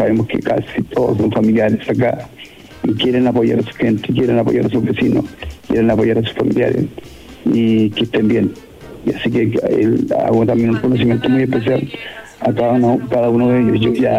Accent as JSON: {"language": "Spanish", "town": "La Ligua", "region": "Valparaíso", "country": "Chile", "tie": "born or raised there", "said": "yo soy nacido y criado acá en La Ligua, soy liguano, liguano, porque acá nos diferenciamos cuando uno nace en La Ligua, liguano, y cuando llega a vivir en La Ligua, ligüense. Pero yo soy liguano de corazón"}